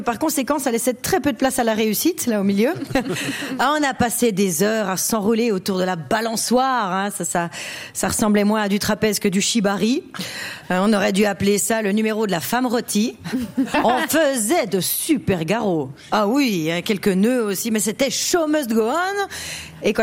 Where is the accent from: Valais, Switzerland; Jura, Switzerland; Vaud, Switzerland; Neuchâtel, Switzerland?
Jura, Switzerland; Mais moi, quand j'étais petite, chez nous, dans les Franches-Montagnes, on n'avait pas le CNI.